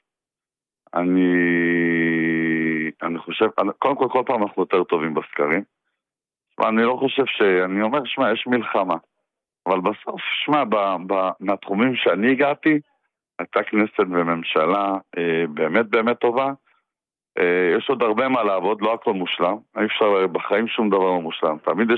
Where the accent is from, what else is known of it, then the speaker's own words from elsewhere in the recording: Northern District, Israel; אני באתי בתור מושבניק מהגליל.